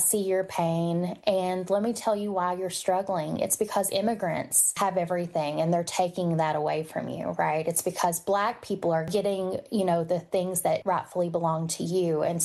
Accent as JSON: {"language": "English", "region": "Appalachia", "country": "United States", "said": "in spite of being from Appalachia, but because I am from Appalachia."}